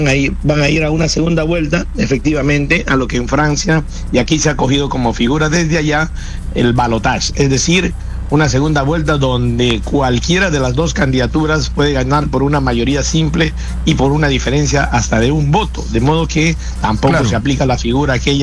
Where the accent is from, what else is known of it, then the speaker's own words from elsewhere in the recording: Iquitos, Loreto, Peru; por más que haya querido ir a pasar unos días allá después de visitar mi tierra en Iquitos